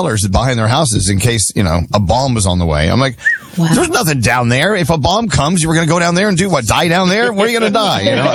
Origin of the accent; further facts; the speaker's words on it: Texas, United States; I grew up in Texas. We had tornadoes all the time.